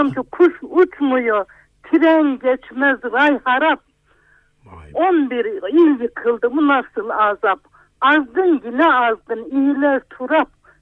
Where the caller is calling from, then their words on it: Malatya, Turkey; Ben Malatya'dan arıyorum.